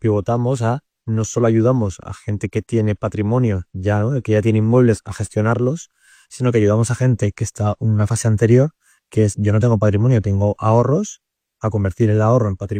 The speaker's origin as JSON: {"language": "Spanish", "town": "Castellón de la Plana", "region": "Valencian Community", "country": "Spain", "said": "Yo soy de Castellón y estudié económicas."}